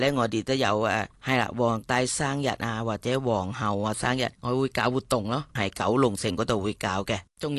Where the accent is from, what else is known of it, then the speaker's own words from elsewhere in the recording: Thailand; now in Hong Kong; 咁诶，我哋系泰国人啦，但系我哋系香港得几耐下啦。